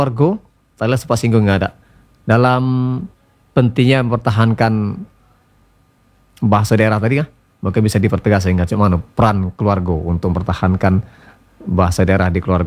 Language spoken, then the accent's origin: Indonesian; Kaur, Bengkulu, Indonesia; Di salah satu dusun, mungkin karena aku tahu mungkin beberapa daerah mungkin di dusun kami Kaur kan.